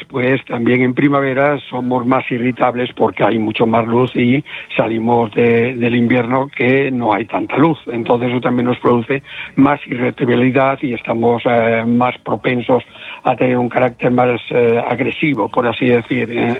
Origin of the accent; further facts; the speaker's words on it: Galicia, Spain; Como buen gallego voy allí.